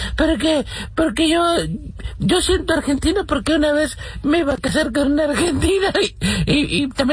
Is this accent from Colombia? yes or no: no; Spain; Bueno, ¿yo por qué? Porque soy español, ¿verdad?